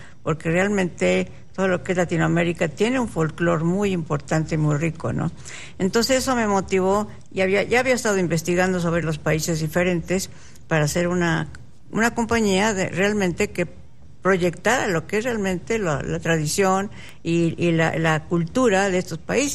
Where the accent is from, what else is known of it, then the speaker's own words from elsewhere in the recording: Puebla, Mexico; born there; moved away; also born or lived in Mexico City; yo nací en Puebla.